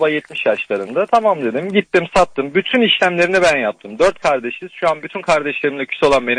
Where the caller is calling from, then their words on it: Konya, Turkey; Konyalıyım. İlk görev yerim de burası.